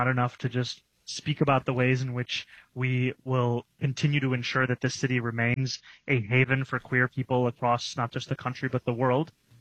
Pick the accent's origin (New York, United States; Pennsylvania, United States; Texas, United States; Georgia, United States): New York, United States; New York City; growing up in New York City